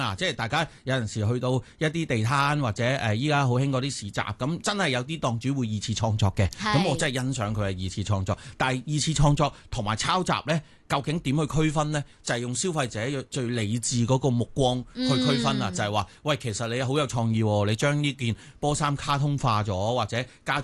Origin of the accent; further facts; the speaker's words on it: Hong Kong; 我哋作为香港人